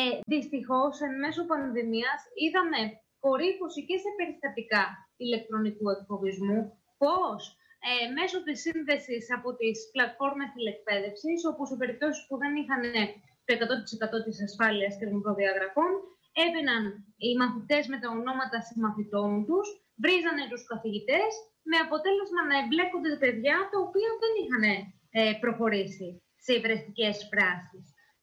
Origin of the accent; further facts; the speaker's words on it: Greece; σαν Έλληνες, έχουμε λίγο την υπερβολή στο κεφάλι μας